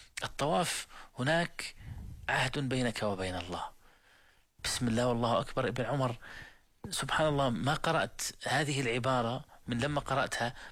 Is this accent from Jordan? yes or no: yes; Jordan; انا بس بنتمي لبلدي، انا من الاردن